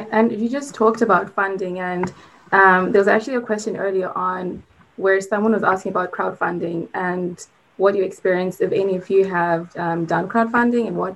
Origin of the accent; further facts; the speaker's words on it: Zimbabwe; now in United States; I grew up in Zimbabwe and Africa, and just then coming to America